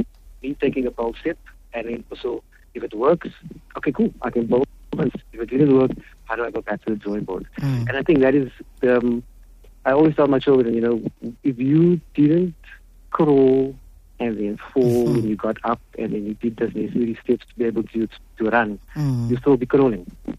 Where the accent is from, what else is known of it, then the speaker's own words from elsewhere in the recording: Cape Town, Western Cape, South Africa; I'm from Athlone, from Thornton Road, I went to Sunnyside Primary. So that is where I grew up. I'm 51 years old, so I understand the dynamics on that area.